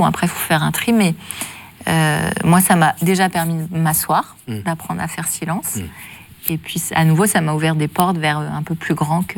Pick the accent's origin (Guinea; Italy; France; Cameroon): France; Paris, Île-de-France